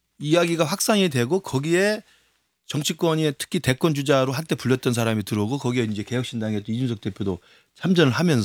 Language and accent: Korean; Honam, South Korea; 저도 호남 사람이지만 호남에도 억양 사투리는 다 달라요. 지방마다. 광주 다르고 그 전남 다르고 전북 다릅니다.